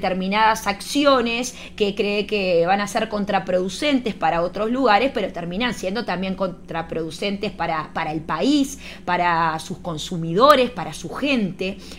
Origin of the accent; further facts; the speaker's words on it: Uruguay; now in Caracas, Venezuela; soy uruguaya pero vivo acá en Caracas, Venezuela